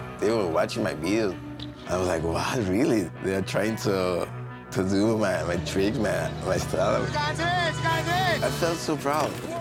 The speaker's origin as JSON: {"language": "English", "town": "Pamplona", "region": "Navarre", "country": "Spain", "tie": "born or raised there", "said": "As a Nigerian, my parents gave me the opportunity to grow up in Spain, grow up in BMX, in Pamplona, at the skate park."}